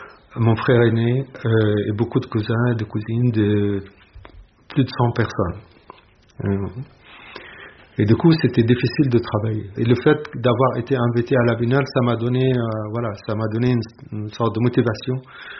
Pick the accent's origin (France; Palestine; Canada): Palestine; je suis palestinien